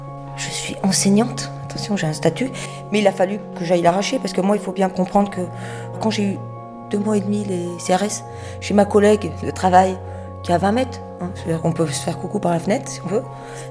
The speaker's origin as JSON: {"language": "French", "country": "France", "said": "Je suis française convertie à l'islam."}